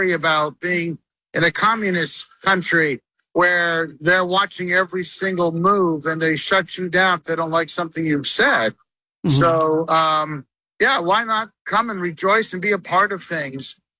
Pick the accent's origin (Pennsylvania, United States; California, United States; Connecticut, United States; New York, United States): Pennsylvania, United States; I was raised in Pennsylvania, so I'm like, represent, you know.